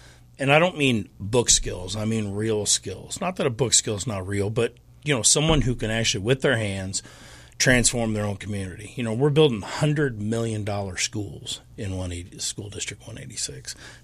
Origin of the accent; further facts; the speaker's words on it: Springfield, Illinois, United States; Born and raised in Springfield, third generation, and actually fourth generation here in Springfield. My great grandparents immigrated and followed coal mining, and then my grandfather went to the coal mines.